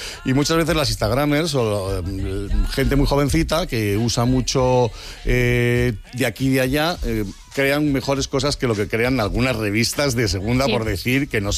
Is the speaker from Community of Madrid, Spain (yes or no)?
yes; Madrid, Community of Madrid, Spain; yo me acuerdo a mi abuela, nosotros, yo soy madrileño, pero soy de madre aragonesa.